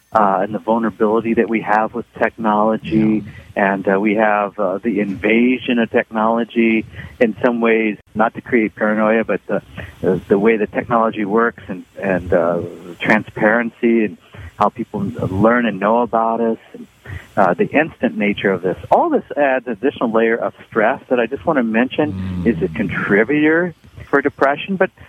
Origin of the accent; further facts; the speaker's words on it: Seattle, Washington, United States; Well, you do 20. I'm from Seattle. People drink coffee here.